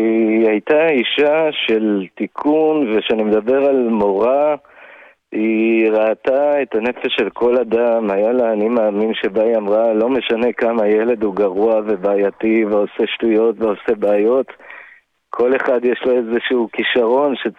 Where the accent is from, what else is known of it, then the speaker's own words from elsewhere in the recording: Tel Aviv, Tel Aviv District, Israel; moved away as an adult; now in Galilee, Israel; נולדתי בתל אביב, לא רחוק, היא גדלה לא רחוק מסדרות רוטשילד, אני גדלתי בדוד המלך, זורים לא רחוקים, שנינו הגענו לגליל, ויצא לנו להכיר, אני הגעתי למסגבם, היא הגיעה למנרה